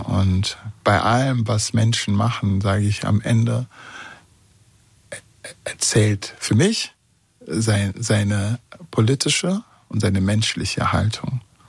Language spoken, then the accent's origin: German; Bonn, North Rhine-Westphalia, Germany; aber auch dann als Zaungast und als Bonner und dann heißt es, ey, da war was